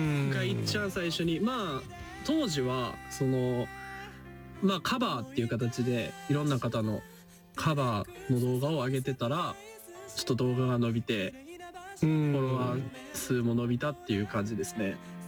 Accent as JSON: {"language": "Japanese", "region": "Osaka", "country": "Japan", "tie": "born or raised there", "moved": "yes", "lives_now": "Tokyo, Japan", "said": "大阪出身のシンガーソングライターで、今は24歳になりました。"}